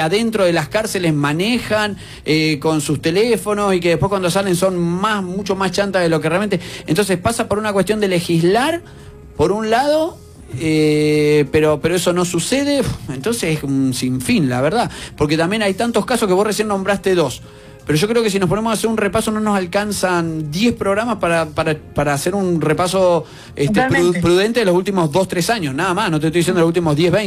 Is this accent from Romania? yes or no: no; Argentina; somos argentinos